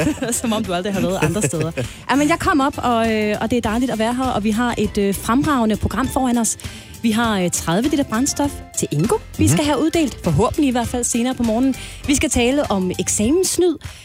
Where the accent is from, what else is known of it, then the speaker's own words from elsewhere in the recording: Region of Southern Denmark, Denmark; jeg som sønderjyde